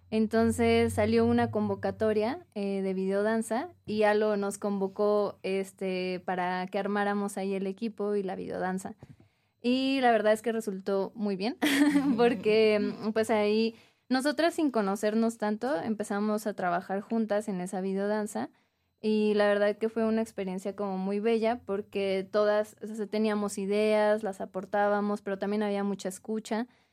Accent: Ciudad Juárez, Chihuahua, Mexico; Soy de Ciudad Juárez, pero ya tengo un ratito viviendo acá.

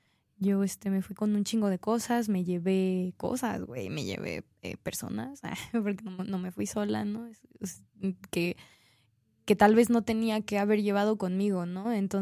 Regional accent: Mexico; uno, como mexicano, llega con todo su pedo tribalesco, güey, acá a tocar cumbias

